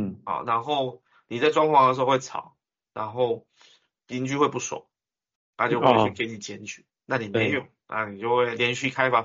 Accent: Taiwan; 那先前法律算是定得很全，可是呢，我们台湾人就是法有法在那边，跟管不管是两件事嘛。

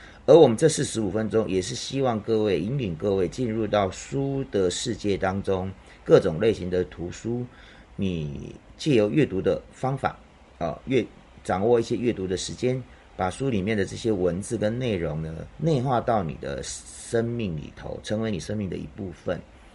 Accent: Taiwan

